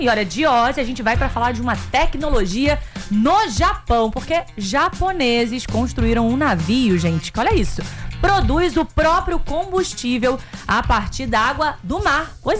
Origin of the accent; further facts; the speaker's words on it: Rio de Janeiro, Brazil; Eu uso quentinha, acredita? Do Rio de Janeiro, né?